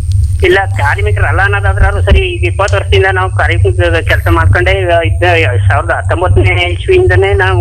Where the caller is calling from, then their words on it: Heggadadevanakote, Karnataka, India; ನಾನು H D ಕೋಟೆ ತೊರವಳ್ಳಿಯಿಂದ